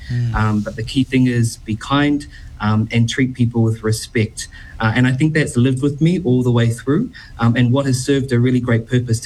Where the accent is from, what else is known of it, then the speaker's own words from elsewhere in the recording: Henderson, Auckland, New Zealand; Growing up in Henderson, small boy, playing down in the Henderson Creek, catching eels, as you do.